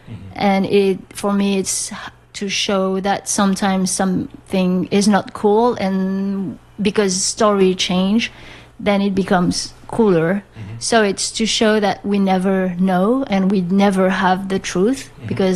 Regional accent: French Polynesia; moved away as an adult; now in United States; I come from Tahiti, French Polynesia. Tahiti is a very tiny island in the middle of the Pacific Ocean.

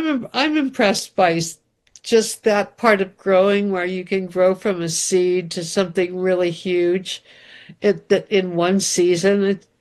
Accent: Southwest, United States; now in Connecticut, United States; I'm from the Southwest.

